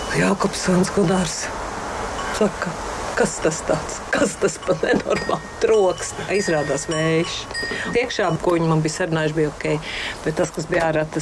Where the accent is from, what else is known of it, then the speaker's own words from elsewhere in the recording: Riga, Latvia; Es nāku no Rīgas centra, mācījos 50. Vidusskolā.